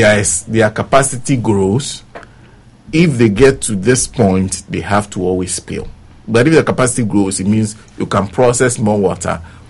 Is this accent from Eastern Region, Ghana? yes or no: no; Sogakope, Volta, Ghana; See, I grew up in Sugarcope.